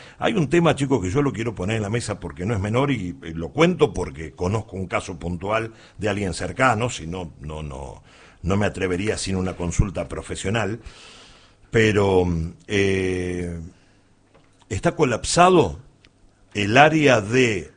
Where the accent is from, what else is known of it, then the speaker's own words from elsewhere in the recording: Argentina; Tiene 75 mil millones, somos 45 millones argentinos.